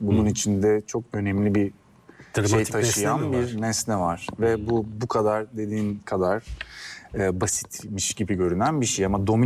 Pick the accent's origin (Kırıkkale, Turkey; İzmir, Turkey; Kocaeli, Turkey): İzmir, Turkey; also born or lived in Karacabey; Tepecik'te. Tepecik. Yani Tepecik kısmında doğdum ama Buca, Şirinyer kısmında devam etti hikaye.